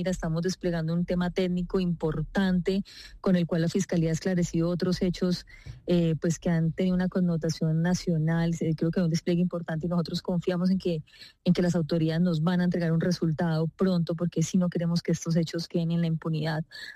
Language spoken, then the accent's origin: Spanish; Meta, Colombia; los que somos del Meta y conocemos el conflicto de nuestro departamento